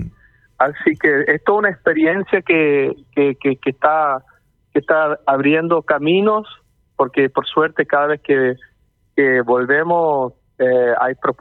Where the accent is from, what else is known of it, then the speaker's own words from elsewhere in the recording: Netherlands; Spanish is a second language; porque como saben que yo soy holandés